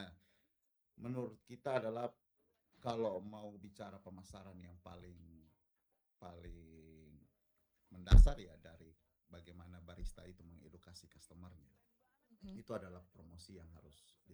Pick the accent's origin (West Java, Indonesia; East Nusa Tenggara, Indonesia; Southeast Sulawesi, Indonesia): East Nusa Tenggara, Indonesia; Bajawa; Karena saya asli Bajawa. Saya bapak mama tuh Bajawa.